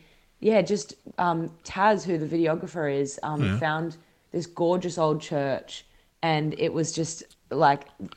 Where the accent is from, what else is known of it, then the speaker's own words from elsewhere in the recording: Brisbane, Queensland, Australia; So I'm from Brisbane